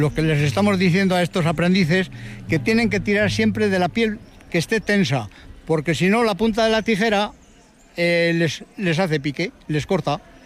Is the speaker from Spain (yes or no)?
yes; Brieva de Cameros, La Rioja, Spain; Que soy de aquí de Breva de Cameros, nacido y me he criado aquí toda la vida